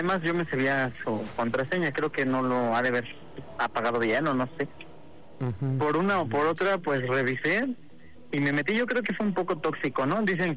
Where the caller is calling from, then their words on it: Cuautitlán Izcalli, State of Mexico, Mexico; De Cuautitlán Izcalli